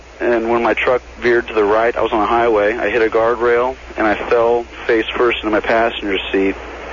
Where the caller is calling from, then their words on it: Dayton, Ohio, United States; I'm from Dayton, Ohio, and I work with a bunch of guys.